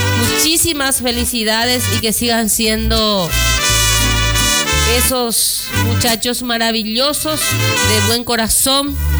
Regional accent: Coronel Oviedo, Caaguazú, Paraguay; Porque las ovetenses somos lindas.

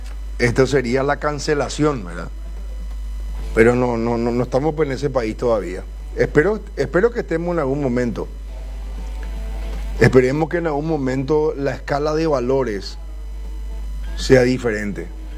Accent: Paraguay; a nosotros como paraguayos y paraguayas que vamos a votar

